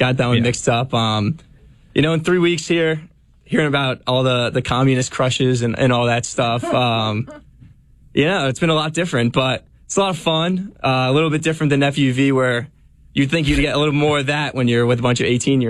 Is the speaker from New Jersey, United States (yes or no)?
yes; New Jersey, United States; accent: slight regional accent; now in New York, United States; I'm from New Jersey, Jersey Shore guy. I just graduated from Fordham University, so go Rams. Not as good as your Wildcats. We don't win much when it comes to football, but yeah, New Jersey guy. Work on the Jersey Shore.